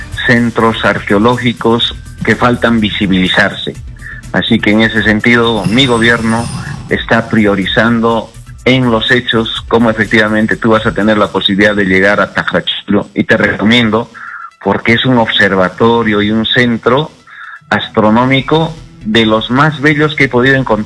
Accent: Cusco, Peru; a mi tierra, a nuestra tierra querida, el Cusco

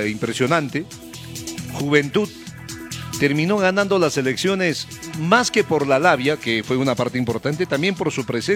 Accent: Peru

